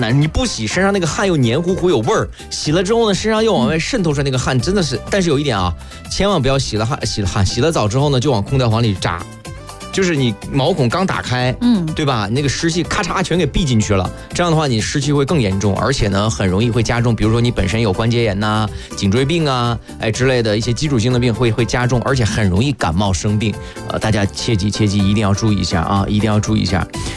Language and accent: Chinese; northern China, China; also born or lived in Wuhan; now in Yichang, China; 我以前在武汉生活的时候就是真的，还有包括小的时候在北方生活的时候